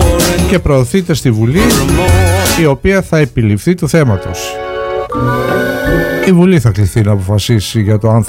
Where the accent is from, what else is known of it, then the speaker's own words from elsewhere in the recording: Greece; γιατί είμαστε Έλληνες